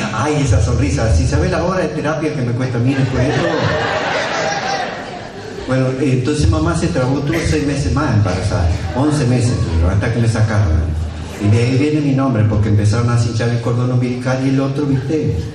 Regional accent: Paso de los Toros, Tacuarembó, Uruguay; me saqué la gana de decir que soy de Tacuarembó. Yo soy nacido en Paso de los Toros.

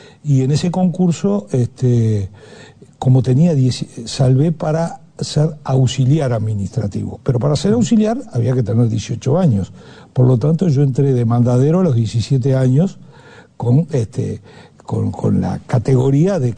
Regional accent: Montevideo, Uruguay; Yo vivía donde nací, en el hipódromo, en Guarapirú, y a un par de cuadras de General Flores, era cerca, por Aparicio Saravia se llegaba en 5 minutos a mi casa desde el Cementerio del Norte.

